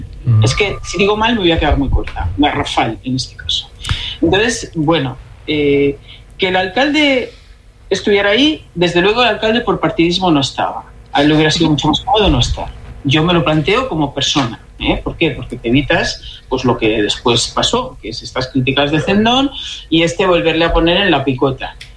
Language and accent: Spanish; Spain; Entonces yo me sentí aludida como ciudadana, como española